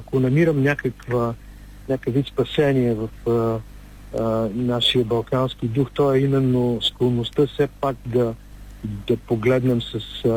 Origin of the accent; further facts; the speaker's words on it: Plovdiv Province, Bulgaria; в моя роден град